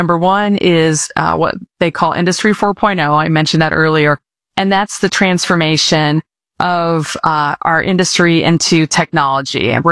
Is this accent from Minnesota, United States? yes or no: no; Colorado, United States; Colorado is a newer state. So, for instance, the city I grew up in outside Denver is only, I think, 50-some years old.